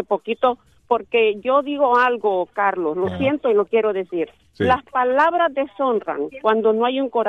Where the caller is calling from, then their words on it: Honduras; No soy salvadoreña. Soy del país vecino de Honduras.